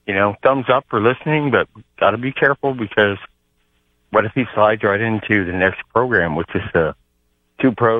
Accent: Arizona, United States; moved away; also born or lived in San Francisco; I grew up in Arizona, but I'm Pirates and Steelers by virtue of my dad.

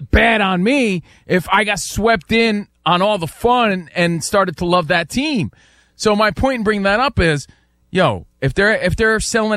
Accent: New York, United States; I love that team. I'm from New York.

